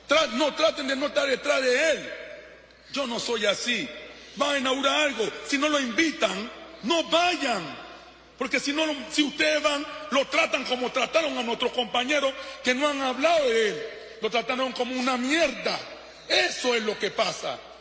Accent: Colón, Panama

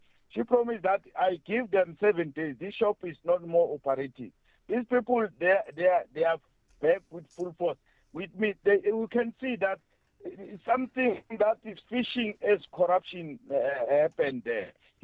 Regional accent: South Africa; I think the CIC is somewhere, somehow is being unfair to us as a South African

